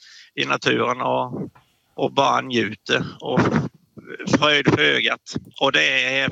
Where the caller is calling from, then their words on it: Orrefors, Kalmar County, Sweden; det finns ingen bättre natur än hemma i Orrefors.